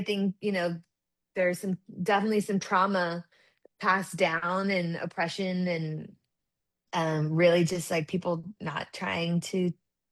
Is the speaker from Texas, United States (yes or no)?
yes; San Antonio, Texas, United States; growing up in San Antonio, I think there's a pretty big generation of people who do not speak Spanish because of things that our parents went through. And so I think part of that is why my dad didn't speak Spanish